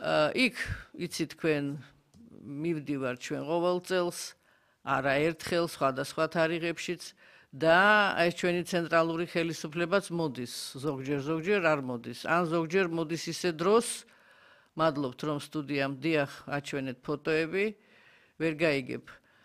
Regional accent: Sukhumi, Abkhazia, Georgia; moved away; მე პოლიტიკოსი ვარ, სოხუმიდან ვარ გამოდევნილი ადამიანი.

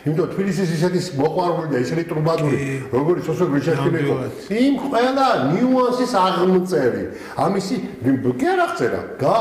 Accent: Tbilisi, Georgia; ეხა თბილისში მე და ისე ძველობაში დავიბადე და რიყალაძეში დავიბადე. ამაზე ძველი უბანი არ არსებობს. მე ისეთი მკვიდრი ბინადარი ვარ თბილისში.

